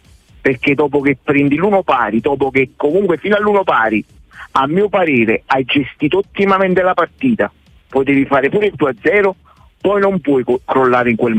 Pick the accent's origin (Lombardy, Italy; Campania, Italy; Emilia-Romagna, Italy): Campania, Italy; Torre Annunziata; io sono di Torre Annunziata, quindi dovevo arrivare, è diventato un viaggio